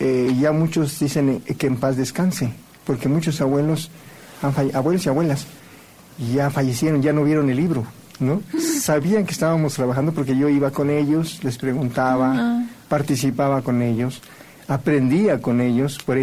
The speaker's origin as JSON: {"language": "Spanish", "region": "Mexico City", "country": "Mexico", "tie": "born there", "said": "Yo casualmente nací aquí en la Ciudad de México, en el Hospital de la Mujer que estaba a un lado de la Alameda. Ahora está en Santo Tomás. Ajá. O sea que soy mexica de nacimiento, pero soy otomí de origen."}